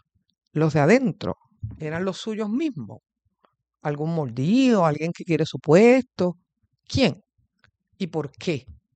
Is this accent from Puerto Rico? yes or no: yes; Puerto Rico; así que nada, como muchos puertorriqueños, me di dos copas y me cayeron mal.